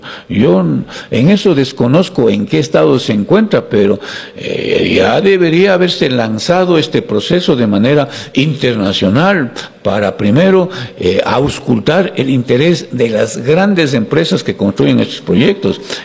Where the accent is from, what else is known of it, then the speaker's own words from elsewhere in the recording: Ecuador; yo creo que como ecuatorianos debemos pensar en estos proyectos